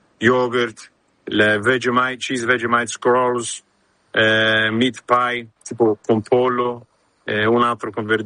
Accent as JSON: {"language": "Italian", "region": "Calabria", "country": "Italy", "said": "Sono calabrese"}